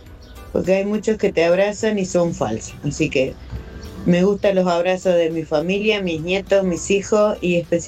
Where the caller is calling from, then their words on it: Quilmes, Buenos Aires Province, Argentina; soy de Quilmes … de Quilmes.